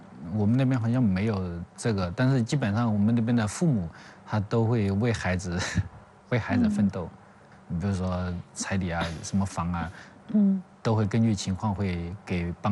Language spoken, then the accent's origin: Chinese; Huangshi, Hubei, China; moved away as an adult; now in Hefei, China; 湖北黄石。